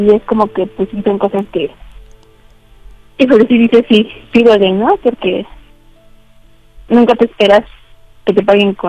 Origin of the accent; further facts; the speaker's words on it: Magdalena Contreras, Mexico City, Mexico; 31 años y soy de la Magdalena Contreras.